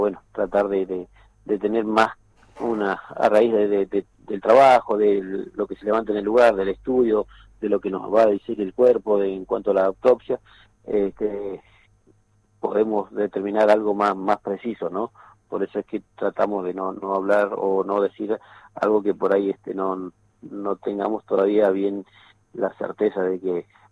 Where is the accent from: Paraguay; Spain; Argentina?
Argentina; Chos Malal, Neuquén; somos de Chosmalal